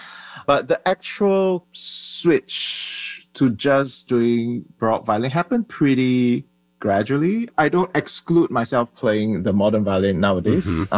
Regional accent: Singapore; moved away; when I was growing up in Singapore.

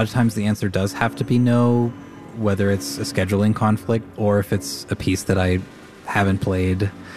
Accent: Minneapolis, Minnesota, United States; first time with this concerto with an orchestra, and I am so honored and thrilled that it's here in my hometown.

